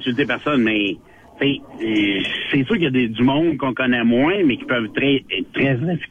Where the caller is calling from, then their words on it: Gatineau, Quebec, Canada; Moi, je viens de Gatineau.